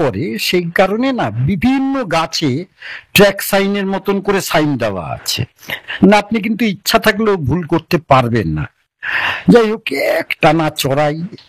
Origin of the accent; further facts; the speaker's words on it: Belgharia, West Bengal, India; আমার বাড়ি বেলঘরিয়া।